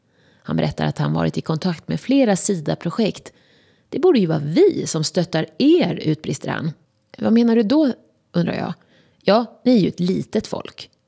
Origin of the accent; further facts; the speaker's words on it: Sweden; jag är från Sverige